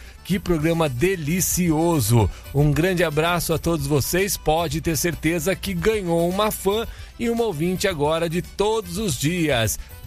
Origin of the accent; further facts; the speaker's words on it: Araras, São Paulo, Brazil; minha cidade aí de Araras